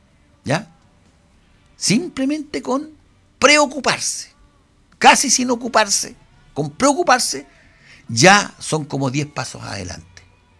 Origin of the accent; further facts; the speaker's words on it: Chile; El chileno, yo creo que, por lo menos los que estamos acá, yo me declaro patriota.